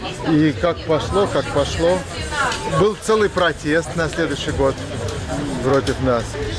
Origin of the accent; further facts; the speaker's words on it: Russia; born there; так как мы родились в России, у нас национальность русская.